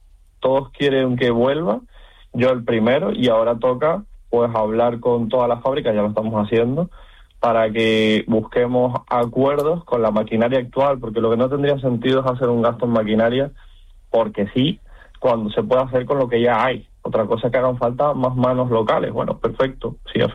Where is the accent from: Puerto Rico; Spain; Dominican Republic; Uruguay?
Spain; Canary Islands; Aparte de que me considero un canario completo, o sea, miro por y para Canarias.